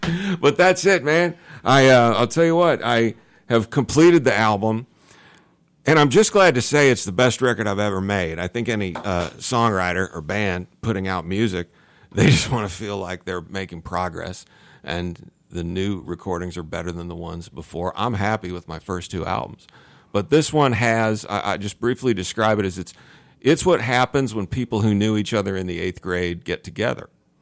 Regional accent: Champaign, Illinois, United States; moved away; I grew up in Champaign, Urbana. I moved here in 1979.

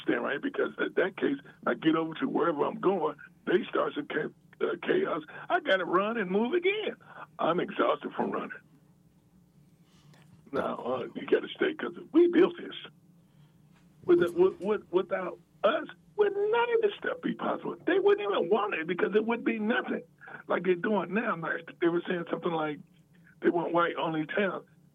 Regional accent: United States; I don't think I'm from Africa. I'm from here.

